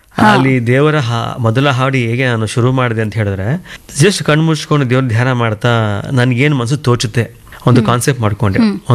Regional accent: Bangalore, Karnataka, India; ನಾನು ಬೇಸಿಕ್ ಬೆಂಗಳೂರಮ್ಮ, ನಾವು ಹುಟ್ಟಿದೆಲ್ಲ ಸಂಪಗಿರಾಮನಗರ.

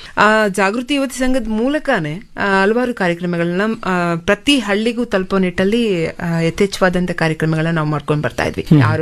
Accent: Mandya, Karnataka, India; born there; First ಪ್ರಾಥಮಿಕ ಶಿಕ್ಷಣದಿಂದ degree ತನಕ ನಾನು ಮಂಡ್ಯದಲ್ಲೇ ಮಾಡಿದ್ದು.

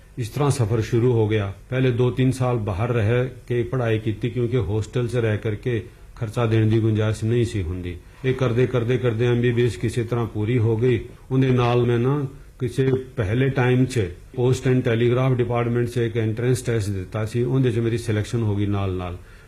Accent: Firozpur district, Punjab, India; born there; ਉਸ ਜ਼ਮਾਨੇ 'ਚ ਸਾਡੇ ਆਪਣੇ ਡਿਸਟ੍ਰਿਕਟ ਫਿਰੋਜ਼ਪੁਰ 'ਚ ਮੈਨੂੰ ਭੇਜਿਆ ਗਿਆ ਸੀ ਪਾਕਿਸਤਾਨ ਬਾਰਡਰ 'ਤੇ।

